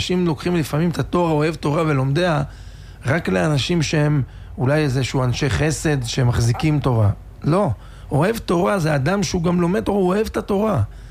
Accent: Netanya, Central District, Israel; אני גדלתי בנתניה

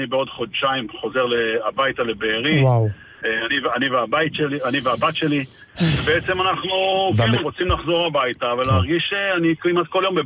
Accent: Be'eri, Southern District, Israel; moved away as an adult; זה איפה שגדלתי, איפה שגידלתי לילדים, איפה שרחבתי סוסים ואיפה שרחבתי אופניים.

